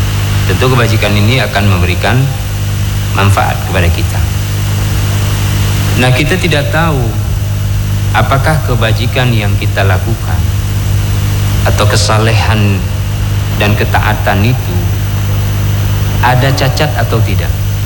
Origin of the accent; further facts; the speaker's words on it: Aceh, Indonesia; bahasa kita orang Aceh memang palak kita